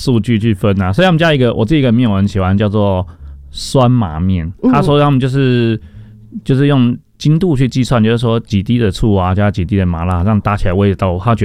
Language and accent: Chinese; Wanhua, Taipei, Taiwan; 而且因为我自己也是在菜市场长大的，对，就是我们书中有提到的东山水市场，那它其实有另外一段啊，现在被拆掉，叫西山水市场。对，那我就那边长大